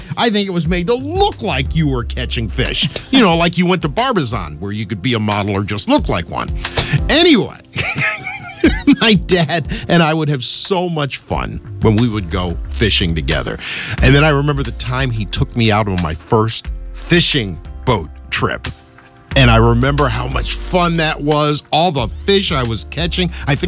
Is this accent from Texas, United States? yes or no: no; Philadelphia, Pennsylvania, United States; we grew up in Philly